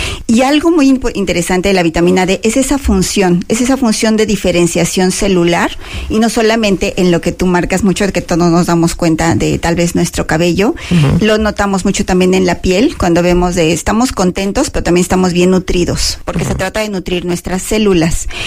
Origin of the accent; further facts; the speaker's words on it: Mexico; como mexicanos tenemos deficiencias de vitamina D